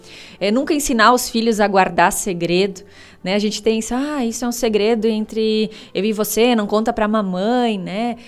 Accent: Erechim, Rio Grande do Sul, Brazil; moved away as an adult; now in Francisco Beltrão, Brazil; Sou de Erechim

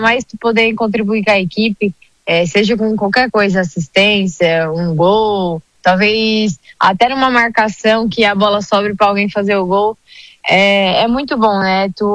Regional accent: Rio Fortuna, Santa Catarina, Brazil; moved away as an adult; now in Goiás, Brazil; Não, eu moro próximo. Eu sou de Rio Fortuna, mas eu moro ali em Laguna, sabe?

